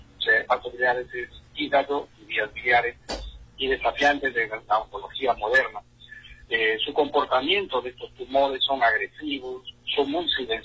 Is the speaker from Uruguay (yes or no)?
no; Amazonas, Peru; moved away; a mi querida región de Amazonas y a mi pueblo de Soroco y Loico.